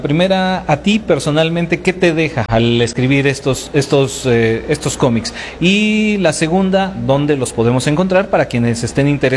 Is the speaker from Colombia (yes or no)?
no; Mexico; como mexicanos nos debemos de sentir identificados, como mexicanos de a pie